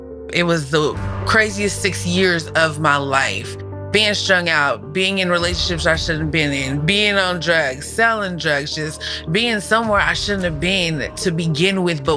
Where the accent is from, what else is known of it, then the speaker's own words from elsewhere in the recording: San Jose, California, United States; I am from San Jose, California, and I am a Christian rapper who pushes kingdom music.